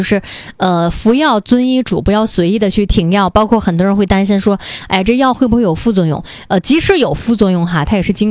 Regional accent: Northeast China, China; accent: Northeastern dialect; 用我们东北话来讲

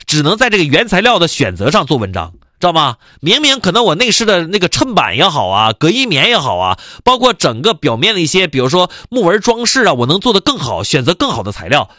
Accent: Jilin, China; 你要是咱东北的，特别咱吉林省的，

